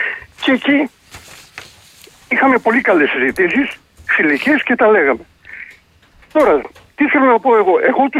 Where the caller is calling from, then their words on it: Attica, Greece; από τα Βόρεια Προάστια.